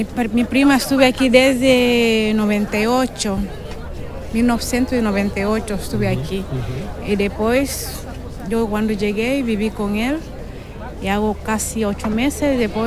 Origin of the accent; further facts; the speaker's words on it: Guinea-Bissau; Soy de Guinea-Bissau.